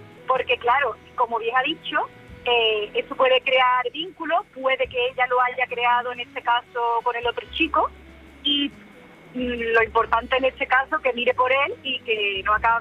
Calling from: Cádiz, Andalusia, Spain; Sí, volvemos a casa. Somos de Cádiz.

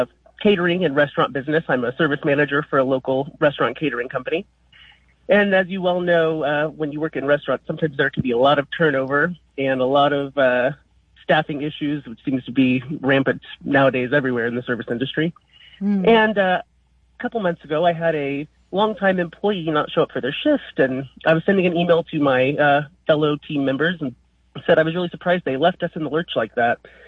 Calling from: Kokomo, Indiana, United States; I'm calling from Kokomo, Indiana, about an hour north of Indianapolis.

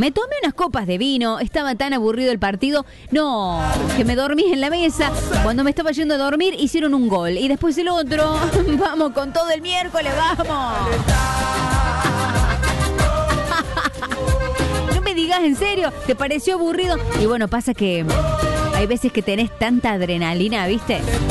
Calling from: Carlos Tejedor, Buenos Aires Province, Argentina; de Carlos Tejedor. Recién nos estamos despertando acá, una tardecita muy fría.

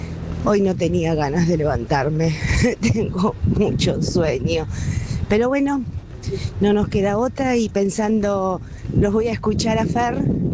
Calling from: Buenos Aires, Argentina; de Liniers, acá en el andén

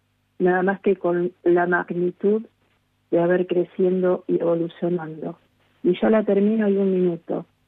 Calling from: Lomas de Zamora, Buenos Aires Province, Argentina; Yo vivo de Temperley, una estación más, Loma de Zamora, son 3 minutos.

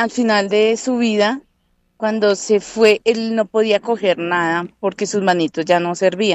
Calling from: Bogotá, Colombia; de Bogotá.

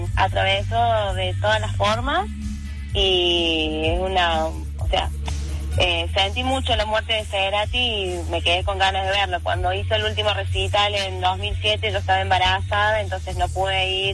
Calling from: Córdoba, Argentina; Soy de Córdoba, Córdoba Capital

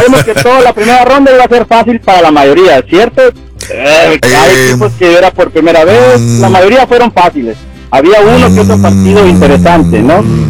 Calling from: Mexico; somos nosotros los mexicanos.

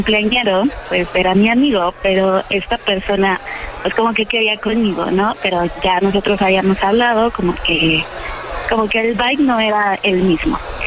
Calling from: Mexico City, Mexico; Tengo 30 años, soy de la Ciudad de México.

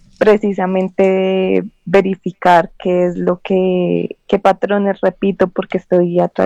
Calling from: Soacha, Cundinamarca, Colombia; en Soacha.

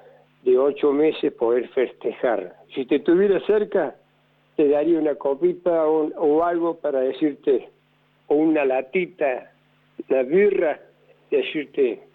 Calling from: Córdoba, Argentina; Pero no, yo soy del barrio Alta Córdoba.

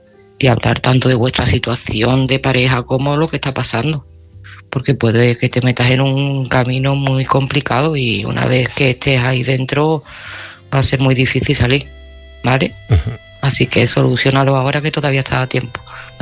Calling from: Seville, Andalusia, Spain; de Sevilla

